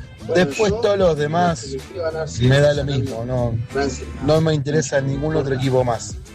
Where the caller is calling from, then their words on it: Virrey del Pino, Buenos Aires Province, Argentina; de Virrey del Pino